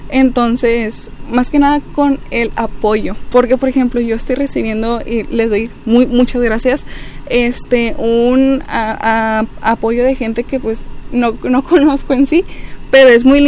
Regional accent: Villa de las Esperanzas, Coahuila, Mexico; soy originaria de Villa de las Esperanzas

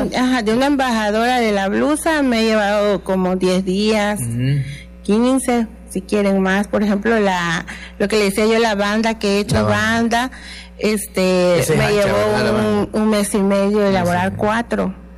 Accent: Tabasco, Mexico; como las blusas tabasqueñas, de donde yo soy

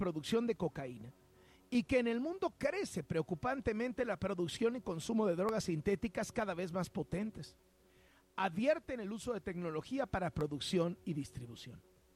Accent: Mexico; Creo que nadie como los mexicanos podemos entender a tanta cabalidad lo que están sufriendo nuestros hermanos venezolanos el día de hoy.

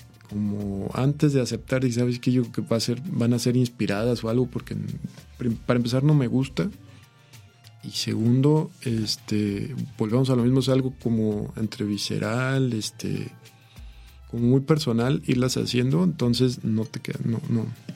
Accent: Chiapas, Mexico; Yo vengo de una zona, yo soy chiapaneco, entonces crecí no solo en una zona con en ese tiempo mucha vegetación, sino tenía a la mano como muchas ruinas de no eran mayas ni olmecas

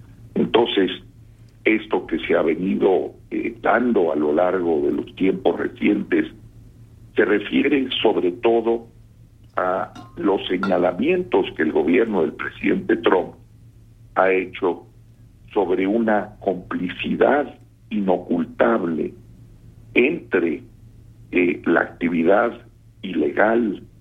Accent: Mexico; Nuestro destino como mexicanos, como mexicanas, está ligado a los Estados Unidos

